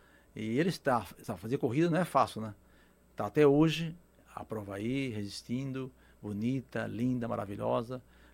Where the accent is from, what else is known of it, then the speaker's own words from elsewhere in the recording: Bezerros, Pernambuco, Brazil; born there; Nasci em Bezerro, na Extrema, um bairro chamado Extrema, onde eu prezo bastante, é o meu local, é um local bacana, onde eu nasci ali, né? Nasci ali de parteira